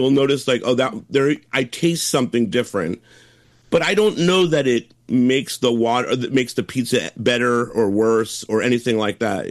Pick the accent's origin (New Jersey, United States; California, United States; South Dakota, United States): New Jersey, United States